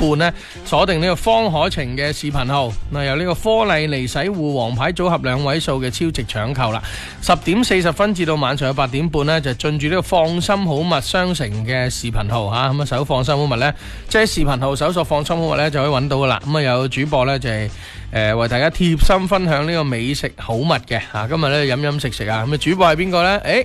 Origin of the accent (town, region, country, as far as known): Guangdong, China